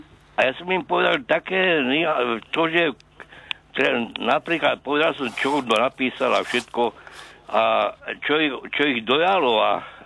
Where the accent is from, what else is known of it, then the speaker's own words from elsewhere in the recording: Bojnice, Trenčín Region, Slovakia; Czech is a second language; now in Hradec Králové, Czechia; Aby to věděli všetci, já jsem z Bojnic.